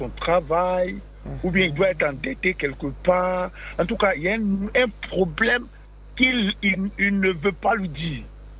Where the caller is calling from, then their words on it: Abidjan, Côte d’Ivoire; j'appelle d'Abidjan.